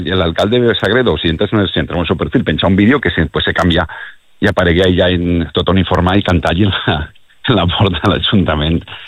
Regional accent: Benaguasil, Valencian Community, Spain; Jo soc de Benaguasil.

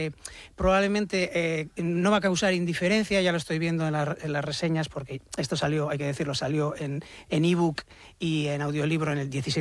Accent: Bilbao, Basque Country, Spain; la mayoría de los bilbaínos no conocemos

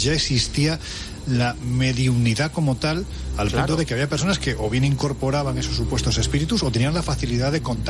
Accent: Andalusia, Spain; Y como buen andaluz, yo sí, al contrario de lo que decía nuestro querido Dani Rovira hace unas semanas, yo sí soy supersticioso.

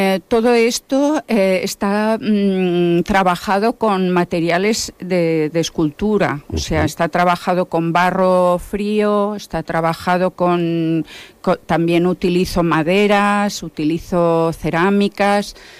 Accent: Ibiza, Balearic Islands, Spain; Que bueno, está un poquito lejos para los que somos de Vila.

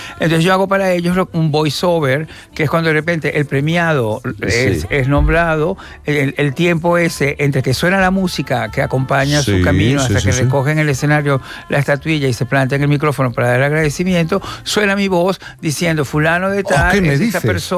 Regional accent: Venezuela; porque los dos somos venezolanos y nos conocemos también desde hace muchos años

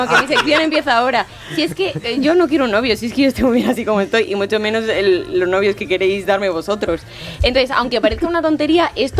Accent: Salamanca, Castile and León, Spain; Y sí, soy salmantina.

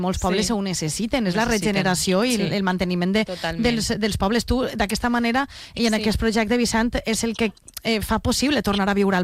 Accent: Valencian Community, Spain

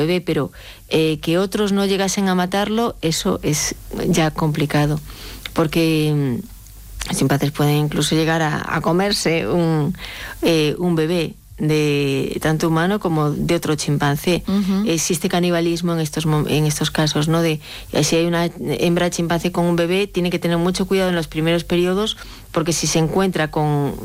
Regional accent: Galicia, Spain; moved away; yo soy gallega, ¿no? Los gallegos estamos en Galicia. Bueno, yo no estoy en Galicia ahora, pero tenemos un, no tengo mucho acento, pero yo antes tenía acento.

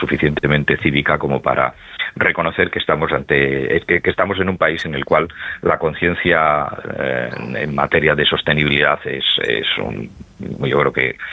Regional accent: Asturias, Spain; Bueno, pues en mi tierra, en Asturias.

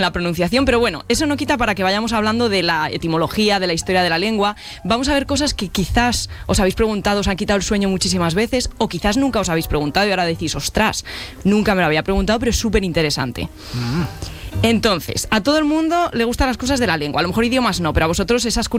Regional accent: Guadalajara, Castilla-La Mancha, Spain; born there; Nací en Guadalajara.

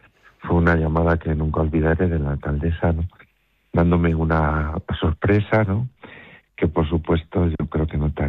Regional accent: Cogolludo, Castilla-La Mancha, Spain; also born or lived in Guadalajara; Yo era un niño, sí, de Cogolludo

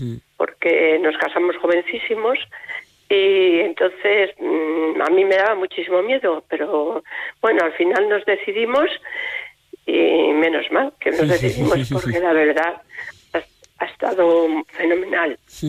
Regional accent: Salamanca, Castile and León, Spain; moved away as an adult; also born or lived in Vitoria; now in La Rioja, Spain; soy salmantina.

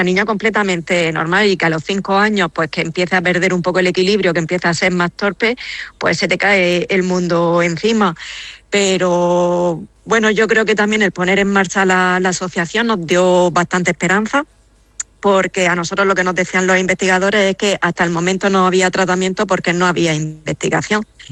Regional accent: Murcia, Region of Murcia, Spain; now in Granada, Spain; Bueno, yo soy de Murcia, pero sí que vivimos en Granada.

